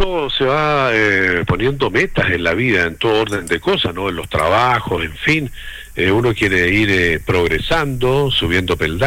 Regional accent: Los Andes, Valparaíso, Chile; yo partí precisamente en Los Andes, yo soy andino de corazón. Viví muchos años en la época de mi juventud

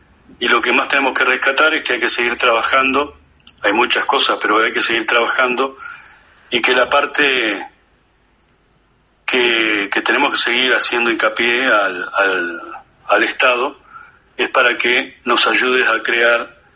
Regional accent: Uruguay; como uruguayo y como consumidores

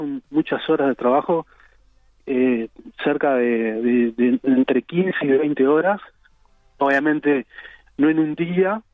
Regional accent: Mercedes, Soriano, Uruguay; now in Montevideo, Uruguay; Yo estoy viviendo en Montevideo, pero soy de Mercedes.

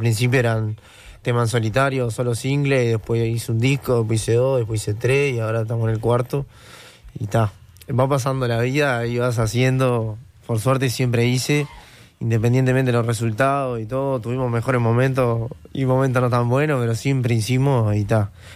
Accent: Montevideo, Uruguay; born there; also born or lived in Durazno / the coast; yo medio que viví la mitad de mi vida en Durazno y la mitad de mi vida en Montevideo, claro. Nací ahí. En realidad viví en la costa, pero nací en Montevideo.

